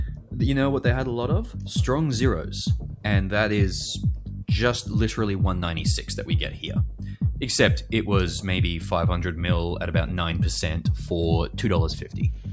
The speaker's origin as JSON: {"language": "English", "country": "Australia", "said": "And I feel like as an Australian, that should not be the case."}